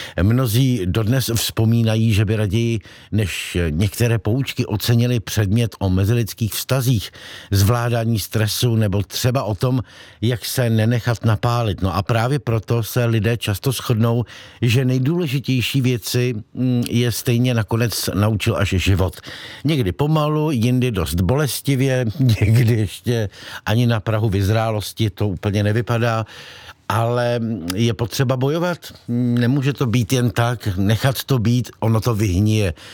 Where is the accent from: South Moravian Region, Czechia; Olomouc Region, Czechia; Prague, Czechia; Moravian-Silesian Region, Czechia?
Prague, Czechia; jsem z Prahy.